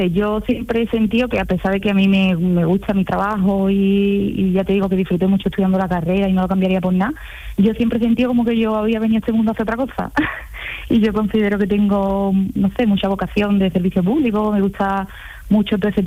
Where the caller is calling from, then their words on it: Andalusia, Spain; yo soy de la Sierra de Cádiz